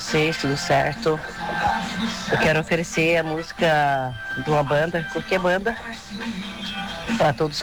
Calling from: Otacílio Costa, Santa Catarina, Brazil; Eu sou aqui de Otacílio Costa

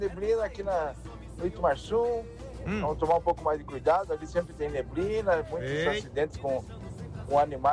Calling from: Paranaguá, Paraná, Brazil; Paranaguá.

